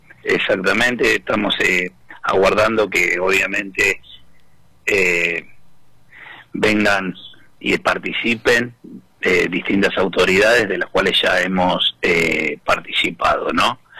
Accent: Argentina; nos debemos como argentinos

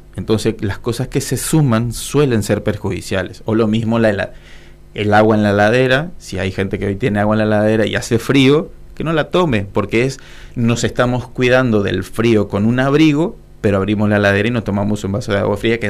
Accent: Corrientes, Argentina

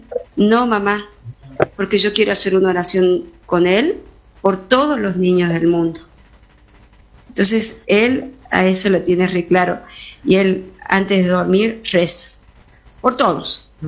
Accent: Campo Quijano, Salta, Argentina; Bueno, nosotros somos de Campo Quijano, es un pueblito en Salta, que está a 30 kilómetros de la capital de Salta. Ya estamos a los pies del cerro.

